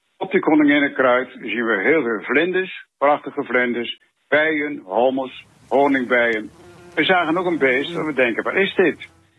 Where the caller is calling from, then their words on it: Zwolle, Overijssel, Netherlands; ik kom uit Zwolle.